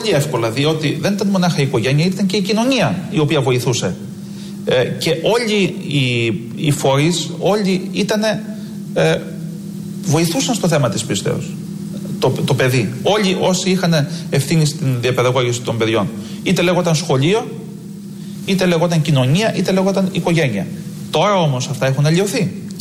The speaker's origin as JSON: {"language": "Greek", "country": "Greece"}